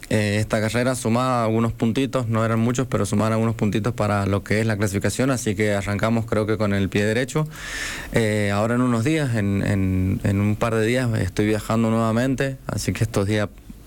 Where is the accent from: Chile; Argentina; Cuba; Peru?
Argentina; sumar por equipo, o sea, como Argentina